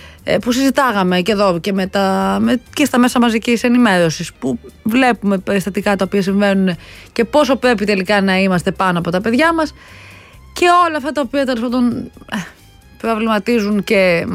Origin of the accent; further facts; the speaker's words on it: Pyrgos, Western Greece, Greece; moved away; γιατί είμαστε αγγλόφωνοι και στο χωριό μου στην Πελοπόννησο, να ξέρεις. Ωραία, μην νομίζεις εκεί στον πύργο Ηλίας, δεν λέμε η μητρική μας γλώσσα το.